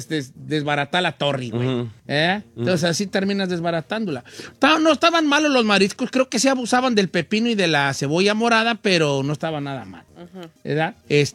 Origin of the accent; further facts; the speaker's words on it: Michoacán, Mexico; a ver, chiquita, ¿de dónde eres tú? De Guatemala. Yo soy de Michoacán.